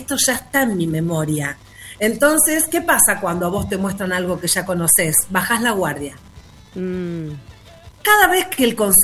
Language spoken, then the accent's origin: Spanish; Santa Fe, Argentina; No somos nosotros los argentinos, no somos los santafesinos.